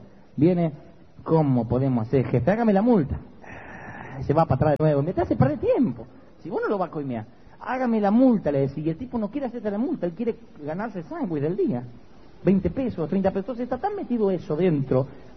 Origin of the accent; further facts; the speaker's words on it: Argentina; yo puedo hablar así porque soy argentino.